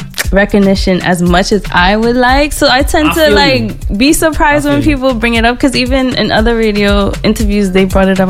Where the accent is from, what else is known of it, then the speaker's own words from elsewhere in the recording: United States; born there; being American, because I was born here, but I have Trini roots